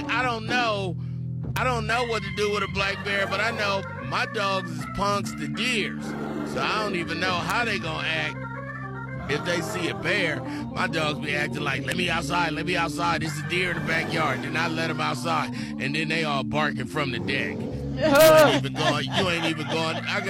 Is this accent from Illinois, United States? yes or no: no; California, United States; But if you like me, and you know I'm from Cali, they've been telling us for decades, leave bears alone.